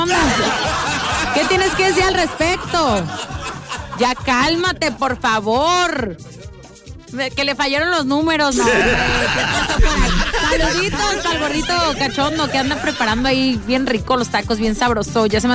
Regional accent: Jalisco, Mexico; Yo también soy de Jalisco.

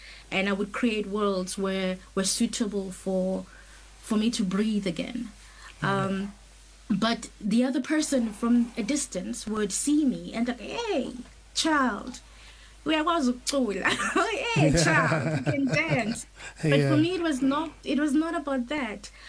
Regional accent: Tembisa, Gauteng, South Africa; I grew up in Tembisa, Johannesburg

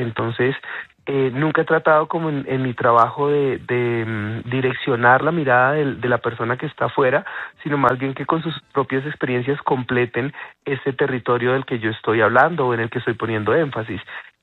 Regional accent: Guaviare, Colombia; yo vengo del Guaviare

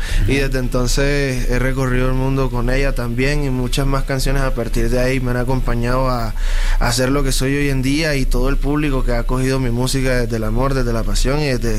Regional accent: Caribbean coast, Colombia; en mi caso de la costa también ha influido muchísimo el hecho de donde nací, cómo crecí, con la música que me crié.

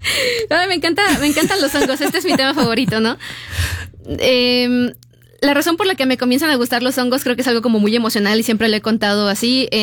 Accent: León, Guanajuato, Mexico; En León, porque yo soy de León, Guanajuato.

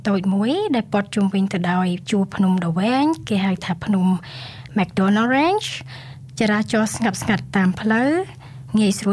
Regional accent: Phnom Penh, Cambodia; English is a second language; now in Alice Springs, Australia; I am from Phnom Penh, Cambodia. And I've been living in here, Embattoir Alice Spring, for about 2 years.

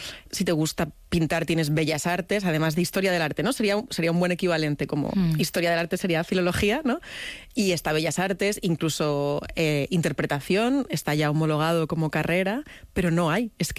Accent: Madrid, Community of Madrid, Spain

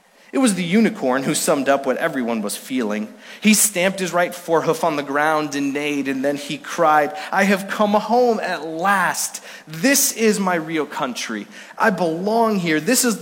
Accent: Villach, Carinthia, Austria; I was born in Villach, Austria. It's down in the south side of Austria, about 20 minutes from Italy, because that's where my parents served as missionaries after being sent out by this church in 1980.

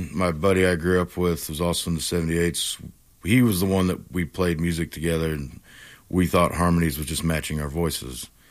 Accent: Missouri, United States; born there; came back to Missouri

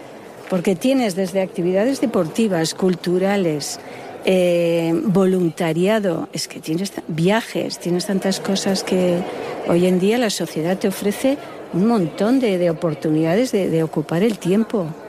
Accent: Navaurrea Baja, Spain; Nada, en 10 minuticos o menos estoy en mi pueblo, en Navaurrea Baja, sí.

